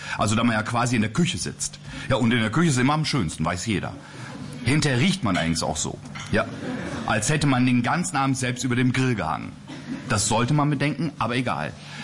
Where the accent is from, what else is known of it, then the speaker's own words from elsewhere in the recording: Lower Saxony, Germany; aus meiner Kindheit in Niedersachsen